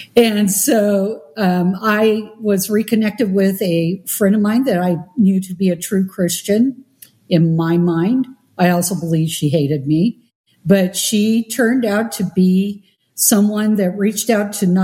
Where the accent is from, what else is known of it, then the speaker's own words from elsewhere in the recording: Seattle, Washington, United States; Well, remember, I'm from Seattle.